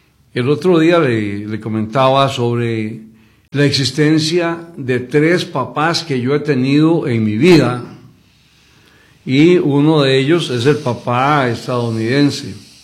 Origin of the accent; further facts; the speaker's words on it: Alajuela, Costa Rica; Yo soy alajuelense, pero de marcado y orgulloso.